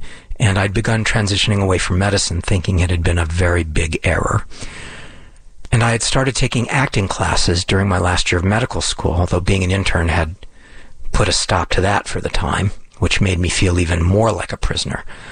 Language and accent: English; Los Angeles, California, United States; born there; I was born in Los Angeles, where I still live.